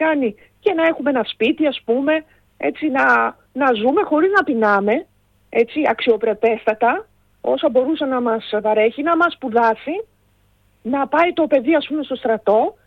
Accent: Western Macedonia, Greece; όταν ήμουν μικρή, που είμαστε και από την Μακεδονία

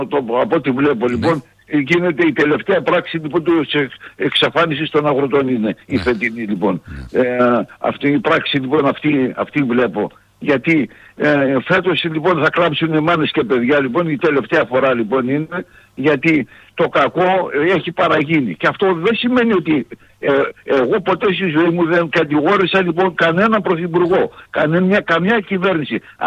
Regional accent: Zervochori, Central Macedonia, Greece; Το χωριό της Άουσας είμαι.

